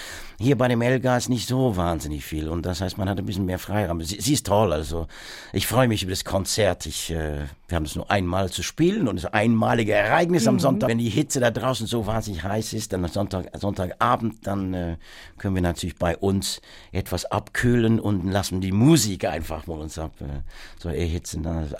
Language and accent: German; Worcester, West Midlands, United Kingdom; German is a second language; moved away; ich bin natürlich in Worcester aufgewachsen.